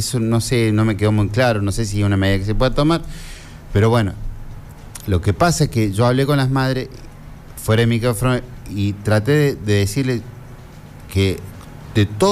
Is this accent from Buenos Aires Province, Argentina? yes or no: no; Las Maravillas, Córdoba, Argentina; also born or lived in Sebastián Elcano; No, yo nací en Sebastián Elcano. Nací en Sebastián Elcano, pero yo soy de Las Maravillas.